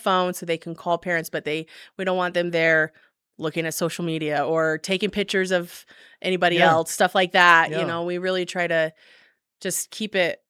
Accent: Burl, Utah, United States; also born or lived in Salt Lake City; Here in Southern Utah. Well, I was born in Salt Lake, but we lived here.

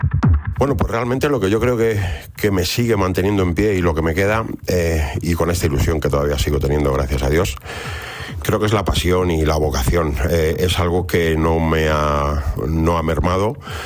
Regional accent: Toledo, Castilla-La Mancha, Spain; yo soy de Toledo, amo mi ciudad por encima de todas las cosas

